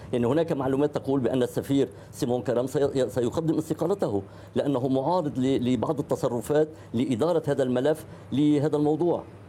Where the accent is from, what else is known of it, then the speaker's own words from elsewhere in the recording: Lebanon; أنا كمواطن لبناني